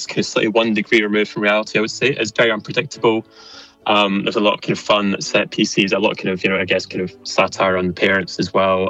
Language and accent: English; Glasgow, Scotland, United Kingdom; I'm not really built for it, to be honest. I'm from Glasgow, so it's not for me.